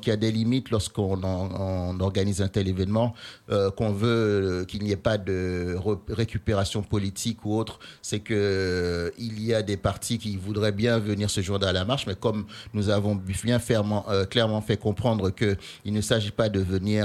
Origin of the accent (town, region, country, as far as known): Haiti